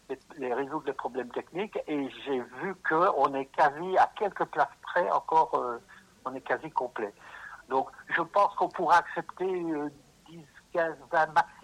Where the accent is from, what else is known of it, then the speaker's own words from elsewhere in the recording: Verviers, Wallonia, Belgium; moved away; j'ai choisi de revenir dans ma ville natale